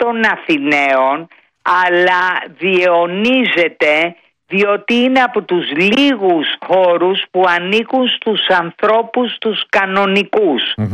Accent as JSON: {"language": "Greek", "town": "Athens", "region": "Attica", "country": "Greece", "tie": "born or raised there", "said": "εγώ μεγάλωσα και στο Ζάπιο."}